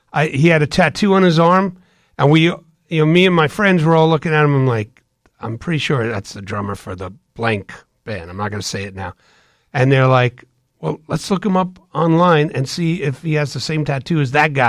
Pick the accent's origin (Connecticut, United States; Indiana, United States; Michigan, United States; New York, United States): New York, United States; Long Island; now in Florida, United States; down here in Florida, but I grew up on Long Island